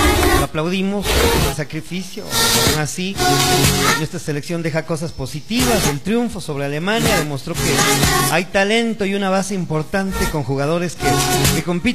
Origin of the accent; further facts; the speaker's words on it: Ecuador; Como ecuatoriano da tristeza quedar fuera